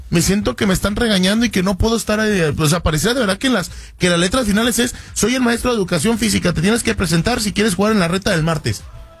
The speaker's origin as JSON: {"language": "Spanish", "country": "Mexico", "said": "y queremos nosotros como mexicanos poder apoyarnos en CONCACAF."}